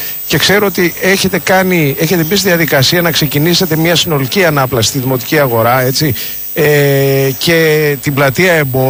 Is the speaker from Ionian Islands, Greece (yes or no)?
yes; Corfu, Ionian Islands, Greece; είμαι από την Κέρκυρα